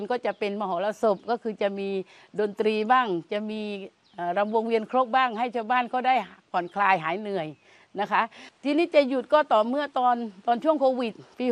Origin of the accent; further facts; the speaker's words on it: Pattani, Thailand; moved away as an adult; ดั้งเดิมตัวเองเป็นคนปัตตานีนะคะเป็นพื้นเพคนปัตตานีดั้งเดิมแล้วก็นับถือศาสนาอิสลามนะคะในปี2555ก็คือได้มาสอบบรรจุแล้วก็ได้ที่นี่มาบรรจุข้าราชการที่นี่นะคะ